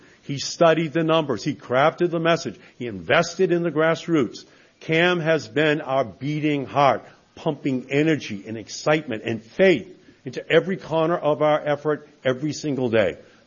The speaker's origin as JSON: {"language": "English", "town": "Malden", "region": "Massachusetts", "country": "United States", "tie": "born or raised there", "said": "growing up in Malden"}